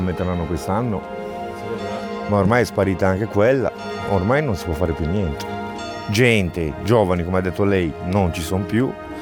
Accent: Romania; Italian is a second language; now in Italy; io che sono rumeno

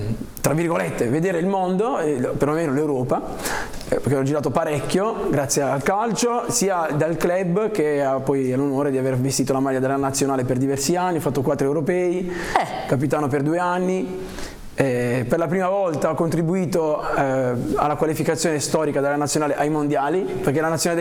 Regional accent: Bolzano, Trentino-Alto Adige, Italy; Sono di Bolzano, no?

